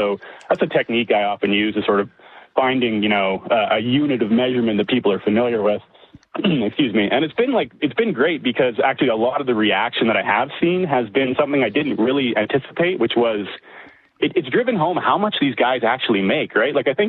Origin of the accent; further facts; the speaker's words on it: Winnipeg, Manitoba, Canada; now in Calgary, Canada; I was born and raised in Winnipeg. I live in Calgary now, but I followed the Jets ever since